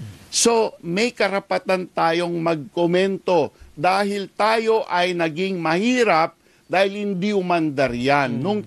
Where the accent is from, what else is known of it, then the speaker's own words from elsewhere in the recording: Ilocos Region, Philippines; taga Pangasinan po ako, ang layo-layo sa Bataan.